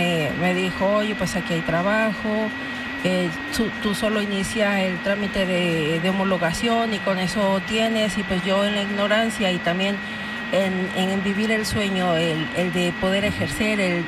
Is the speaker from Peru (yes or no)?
no; Mexico; also born or lived in Guadalajara / Tijuana; Soy de México.